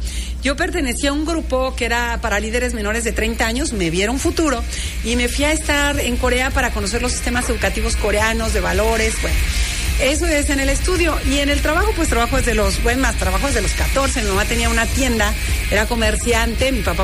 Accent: Uruapan, Michoacán, Mexico; porque yo soy de pueblo, yo soy de Uruapan

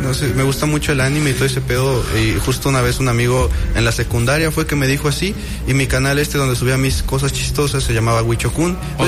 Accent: Tenancingo, State of Mexico, Mexico; es que soy de Estado de México, no tan cercano a Ciudad de México, sino como ya Estado de México. El lugar se llama Tenancingo de Degollado.

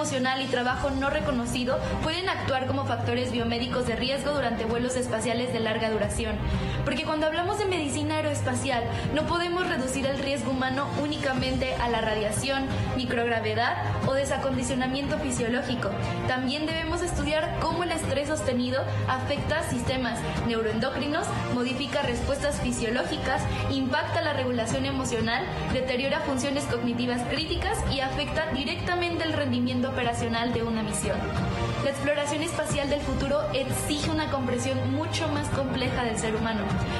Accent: Nayarit, Mexico; mexicana, orgullosamente nayarita

